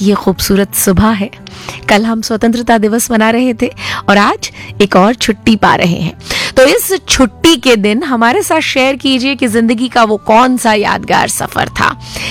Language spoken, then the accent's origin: Hindi; Maharashtra, India; Kilometre की दूरी पर है वो पंढरपुर मेरे गांव से।